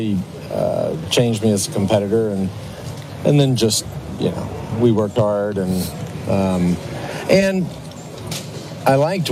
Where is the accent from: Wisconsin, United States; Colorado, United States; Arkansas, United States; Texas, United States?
Texas, United States; Well, I grew up in outside of Dallas, and it's the reason I got into endurance sports.